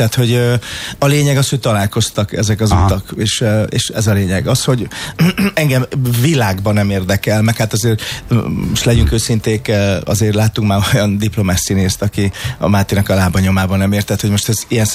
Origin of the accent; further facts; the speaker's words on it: Hungary; born there; moved away; én vidékről jövök, én egy vidéki falusi gyerek vagyok.